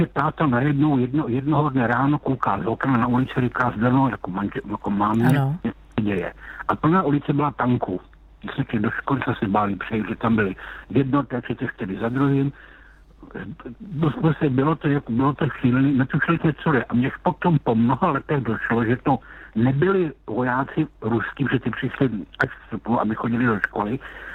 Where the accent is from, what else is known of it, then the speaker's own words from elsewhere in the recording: Lysá nad Labem, Central Bohemian Region, Czechia; Já jsem z Lysé nad Labem.